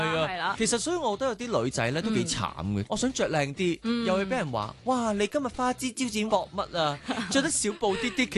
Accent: Hong Kong; 我哋香港人

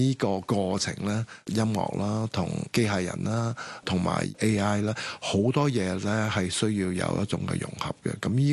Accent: Hong Kong

